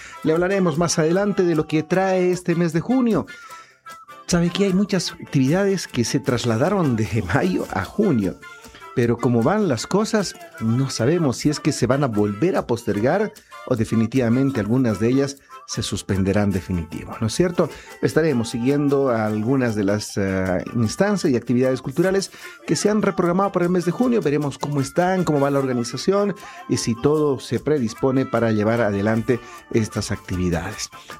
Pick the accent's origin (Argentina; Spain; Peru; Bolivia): Bolivia